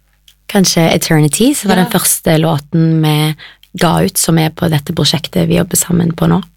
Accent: Stavanger, Rogaland, Norway; jeg er fra Stavanger.

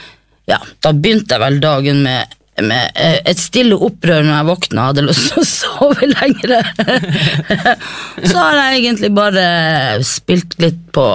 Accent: Øksfjord, Finnmark, Norway; moved away; Jeg fra Finnmark. Jeg fra noe der Øksfjord heter det.

